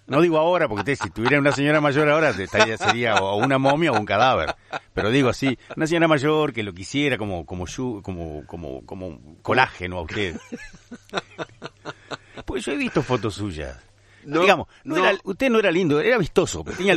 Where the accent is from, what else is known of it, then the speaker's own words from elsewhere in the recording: Colón, Argentina; yo soy de acá, de Argentina, soy de Colón